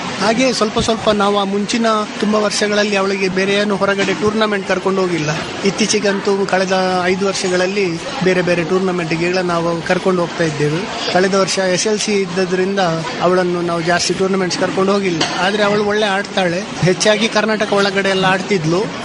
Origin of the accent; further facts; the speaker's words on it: Mangalore, Karnataka, India; ನಾನು ಮಂಗಳೂರಿಂದ ಬಂದಿದ್ದೀನಿ.